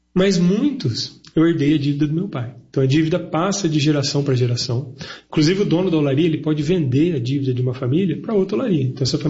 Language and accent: Portuguese; Brazil; Eu, como um bom brasileiro, um bom apreciador de café